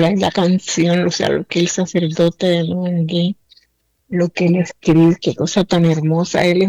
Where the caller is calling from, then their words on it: Cartagena, Bolívar, Colombia; De aquí, de Cartagena, del barrio Chipre.